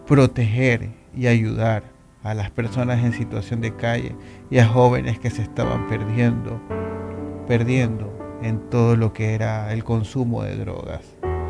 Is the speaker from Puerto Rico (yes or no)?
yes; Puerto Rico; de la Cámara de Representantes de Puerto Rico. O sea, eso es algo que ha gustado mucho en mi país.